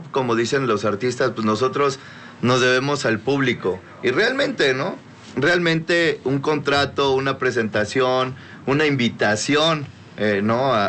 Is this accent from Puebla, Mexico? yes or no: yes; Puebla, Mexico; Soy de aquí de Puebla, mi papá de Guasave de Sinaloa. Se llegan a conocer aquí, y pues bueno, soy el menor de tres hermanos.